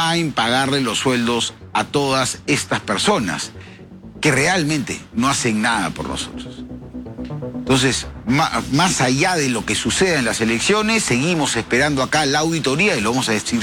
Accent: Peru

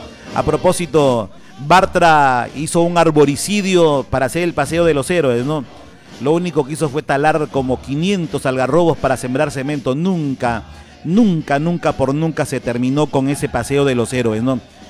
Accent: Peru; now in Chiclayo, Peru; ¡Saludos a los peruanos! Estamos celebrando los 205 años de nuestra independencia nacional.

